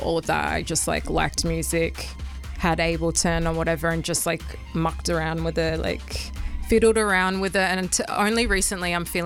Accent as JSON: {"language": "English", "region": "South Australia", "country": "Australia", "also_born_or_lived": "Melbourne", "moved": "yes", "lives_now": "Sydney, Australia", "said": "I am from the Riverland in South Australia, like country South Australia, Ngurrindjeri on my mother's side, Wankumadla on my father's side, also have connections to Torres Strait Islands as well."}